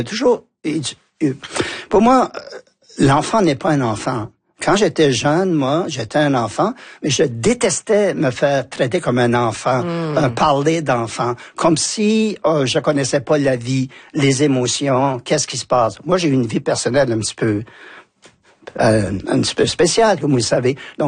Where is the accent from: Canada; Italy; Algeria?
Canada; Acadia; also born or lived in Paris